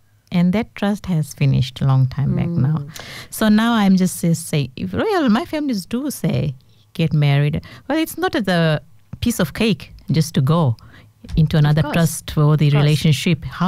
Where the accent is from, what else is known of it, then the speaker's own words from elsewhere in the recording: India; Actually, I'm an Indian.